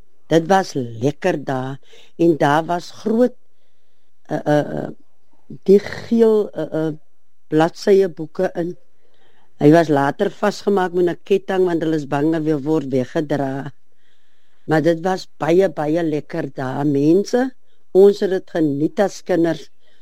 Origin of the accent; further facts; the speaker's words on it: Mossel Bay, Western Cape, South Africa; Ek bel uit 'n koue Mosselbaai, reënerige dag in Mosselbaai.